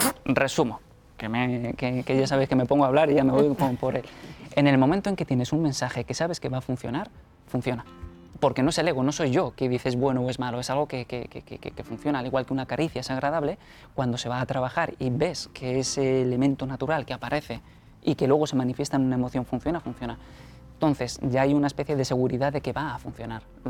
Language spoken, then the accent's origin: Spanish; Madrid, Community of Madrid, Spain; yo soy de aquí, yo soy de Madrid